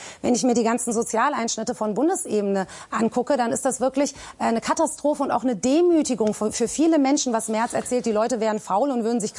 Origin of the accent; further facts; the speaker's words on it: Berlin, Germany; Nein, ich bin Berlinerin und ich will Berlin bezahlbar machen.